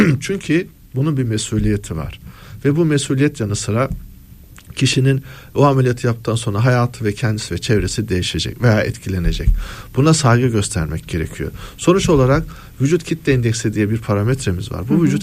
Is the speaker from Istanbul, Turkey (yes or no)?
no; Giresun, Turkey; Ben mesela Giresunluyum. Gidiyorsun bağına, bahçene, tarlana, onu yakıyordun.